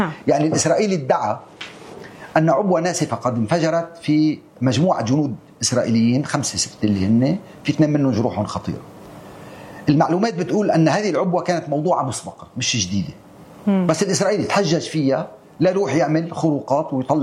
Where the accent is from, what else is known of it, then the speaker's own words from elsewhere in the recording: Lebanon; نحن كلبنانيين ما كان لنا علاقة بالحرب